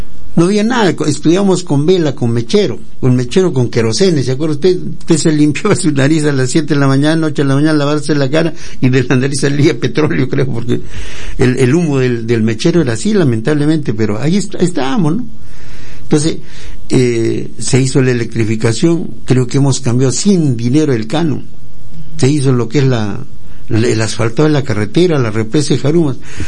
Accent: Tarata, Tacna, Peru; Apenas uno nació hombrecito en Tarata, por ejemplo, voy a poner mi pueblo y con mi gente y con mi familia

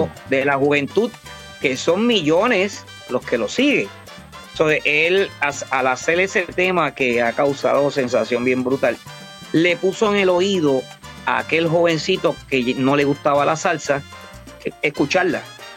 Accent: Peru; un visual bien chévere para mi pueblo de Perú, mano.

